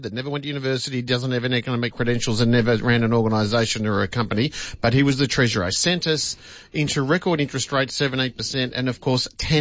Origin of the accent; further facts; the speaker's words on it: Sydney, New South Wales, Australia; I grew up in Western Sydney.